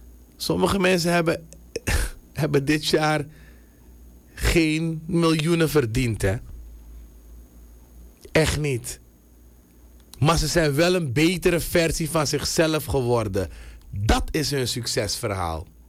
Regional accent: Suriname; wij als Surinamers, wij als mensen.

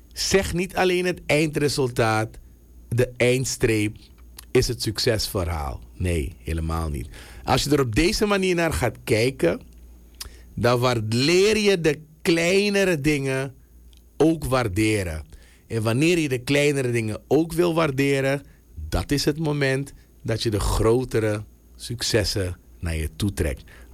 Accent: Suriname

